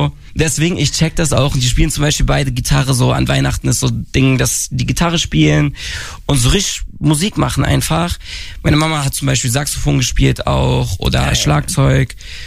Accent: Dortmund, North Rhine-Westphalia, Germany; ich bin in Dortmund aufgewachsen. 4-4 Ruhrpott, NRW, Ruhrgebiet.

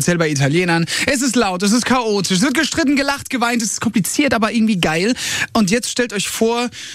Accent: Mannheim, Baden-Württemberg, Germany; born there; Bei mir ist es jetzt erst 2-3 Tage her, da war ich unten in Mannheim, meiner Geburtsstadt

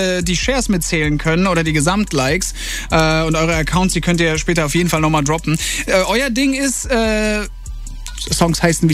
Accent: Mannheim, Baden-Württemberg, Germany; now in Berlin, Germany; Wir sind 3 Zugezogene jetzt am Tisch. Ich bin aus Mannheim gebürtig

